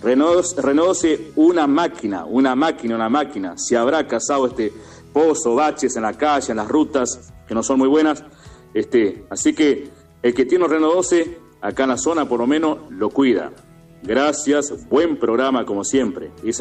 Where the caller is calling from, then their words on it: La Paz, Entre Ríos, Argentina; los escucho desde La Paz, Entre Ríos, ciudad termal y de pesca.